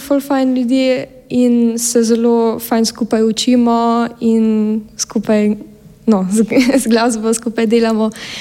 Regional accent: Klagenfurt, Carinthia, Austria; also born or lived in Ljubljana, Slovenia; Jaz sem iz Klagenfurt na Koroškem v Avstriji.

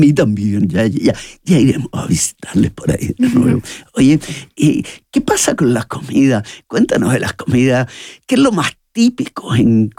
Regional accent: Chile; Porque en mi país de origen, en Chile, ni idea de arepa las conocemos ahora

